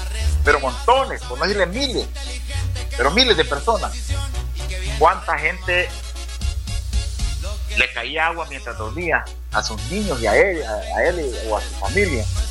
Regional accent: Honduras; yo como hondureño, estoy agradecido

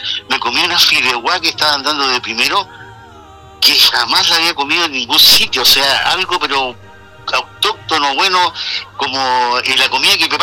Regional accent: Chile; now in Barcelona, Spain

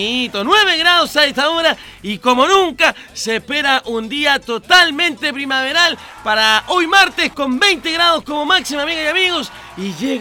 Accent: Chile; somos chilenos todo el año.

